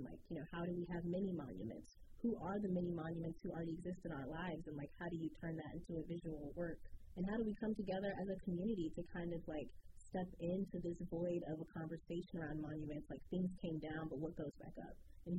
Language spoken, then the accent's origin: English; Richmond, Virginia, United States; born there; myself as an American, African-American artist born here